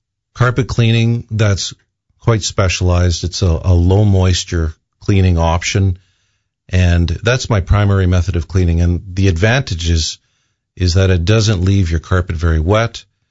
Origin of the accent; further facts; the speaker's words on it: Ste. Rose du Lac, Manitoba, Canada; I was born and raised in St. Rose du Lac, Manitoba, and growing up, I worked with my dad … we cleaned.